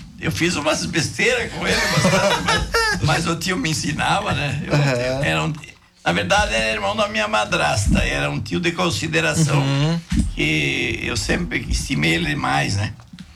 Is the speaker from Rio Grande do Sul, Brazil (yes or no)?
yes; Marcelino Ramos, Rio Grande do Sul, Brazil; moved away as an adult; also born or lived in Cascavel / São José dos Pinhais; now in Concórdia, Brazil; Sou natural de Marcelino Ramos.